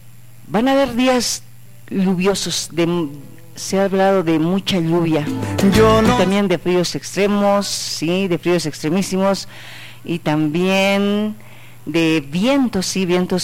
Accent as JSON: {"language": "Spanish", "country": "Bolivia", "said": "Somos todos los bolivianos."}